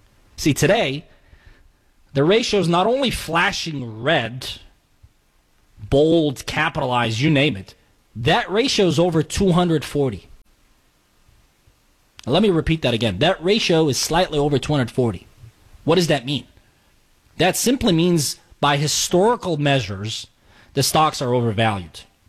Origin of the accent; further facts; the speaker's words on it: United States; And obviously, the best thing that you can do as an American is to show up.